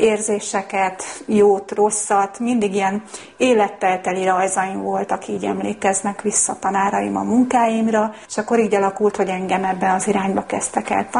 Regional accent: Budapest, Hungary; born or raised there

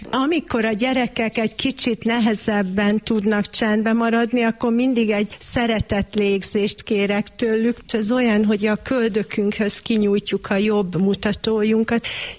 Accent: Zaránk, Heves, Hungary; moved away as an adult; also born or lived in Kuwait; now in Eger, Hungary; Én Heves megyében nőttem fel, három településsel arrébb Zaránkon. Amikor Kuvaitban elhatároztam, hogy hazatelepülök

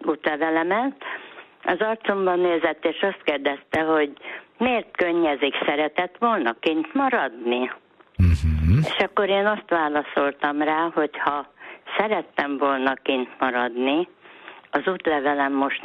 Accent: Hungary; born there; Akkor éreztem úgy, hogy itthon vagyok.

